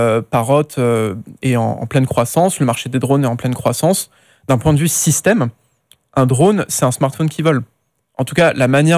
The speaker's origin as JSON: {"language": "French", "country": "France", "said": "il faut montrer son produit en tant que petit Français, en être fier et le porter avec son petit accent, etc."}